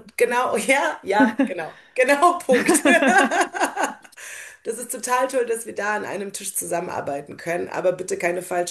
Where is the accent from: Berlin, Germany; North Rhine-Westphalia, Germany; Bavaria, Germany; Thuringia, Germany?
Berlin, Germany; moved away as an adult; now in Leipzig, Germany; ich komme aus Berlin. Brandenburg ist um uns herum.